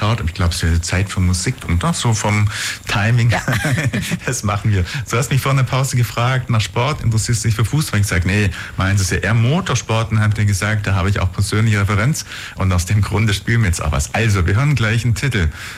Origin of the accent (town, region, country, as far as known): Germany